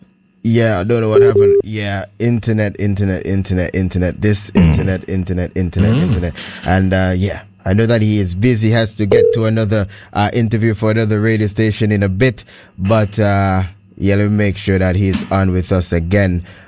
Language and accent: English; Montserrat; But when I said I was from Montserrat and so forth, he said, you know what?